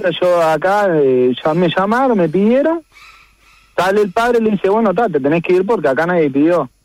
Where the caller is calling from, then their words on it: Las Piedras, Canelones, Uruguay; soy de Las Piedras